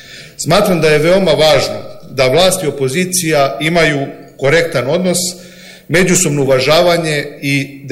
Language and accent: Serbian; Aranđelovac, Šumadija and Western Serbia, Serbia; also born or lived in Belgrade; rođen sam u Aranđelovcu 1978. godine. Osnovnu školu i gimnaziju sam završio u Aranđelovcu, dok saobraćajni fakultet sam završio u Beogradu.